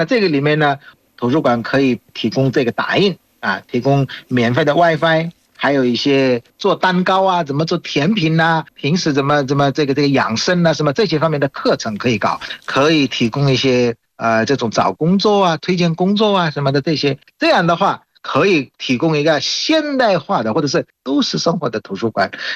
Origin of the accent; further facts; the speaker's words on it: Bangladesh; Chinese is a second language; 大家好，我是来自于孟加拉国的